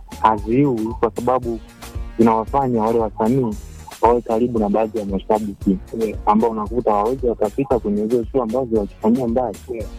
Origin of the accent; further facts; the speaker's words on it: Kigoma, Tanzania; Natokea KG Kigoma.